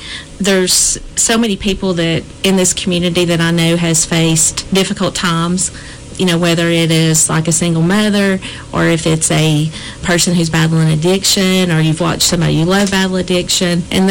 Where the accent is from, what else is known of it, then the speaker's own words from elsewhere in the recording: United States; I retired a couple of years ago, and I was born and raised here in Morgan County, like you said. This is a wonderful community. This is my home